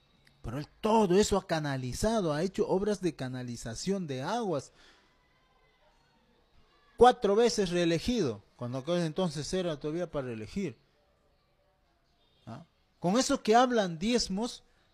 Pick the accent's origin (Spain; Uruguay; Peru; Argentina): Peru; somos peruanos